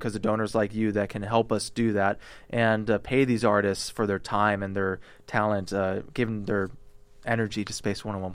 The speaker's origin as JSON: {"language": "English", "town": "St. Louis", "region": "Missouri", "country": "United States", "tie": "born or raised there", "said": "I grew up in St. Louis, Missouri."}